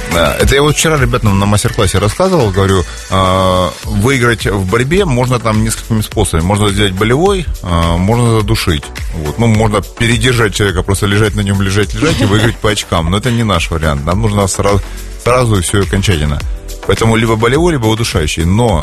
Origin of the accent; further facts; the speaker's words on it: Kharkiv, Kharkiv Oblast, Ukraine; я родом из Советского Союза, из Украины, из города Харьков.